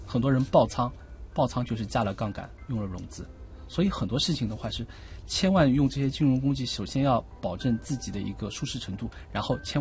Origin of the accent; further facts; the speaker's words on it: Shanghai, China; born there; 我生在了上海